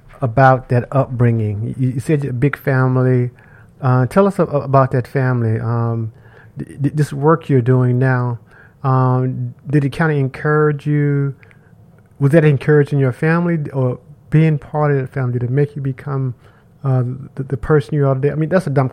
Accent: the South, United States; I'm from the South.

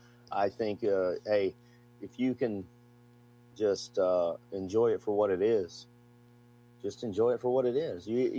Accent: Mobile, Alabama, United States; I grew up, I'm from Mobile, Alabama, still based in Mobile, Alabama. But there's, you know, there's different little towns inside of Mobile. And when I was a kid, I grew up in a little area called Tanner Williams

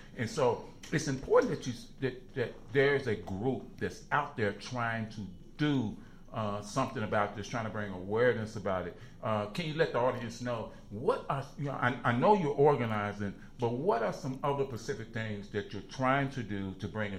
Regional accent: Chicago, Illinois, United States; I grew up in the Project Chicago, and, you know, and people were like upset when they tore down the project buildings

